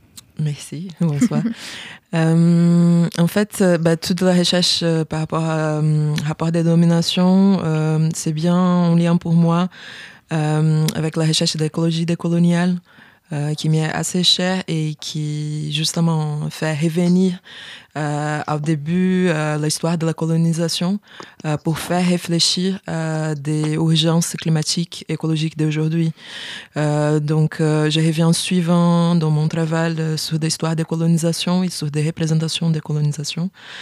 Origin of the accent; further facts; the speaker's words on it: Rio de Janeiro, Brazil; French is a second language; ça s'appelle la France Antarctique, qui c'est un voyage d'exploration qui est arrivé à chez moi, à Rio de Janeiro.